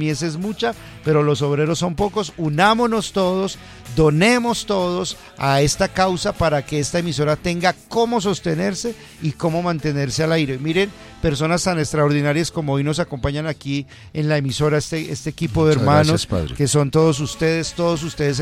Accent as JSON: {"language": "Spanish", "country": "Colombia", "said": "yo soy también colombiano y desde acá escucho el programa, me parece espectacular, maravilloso."}